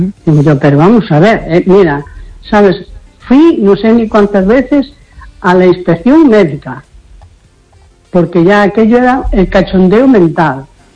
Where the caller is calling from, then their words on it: A Coruña, Galicia, Spain; de la Coruña.